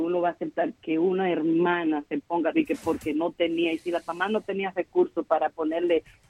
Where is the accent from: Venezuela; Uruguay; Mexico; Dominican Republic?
Dominican Republic; moved away; nosotros en la República Dominicana, en una habitación, dormíamos uno encima del otro